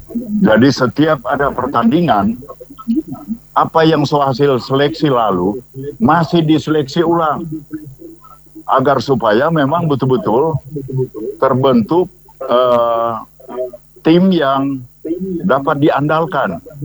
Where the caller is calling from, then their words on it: Bitung, North Sulawesi, Indonesia; dari Bitung.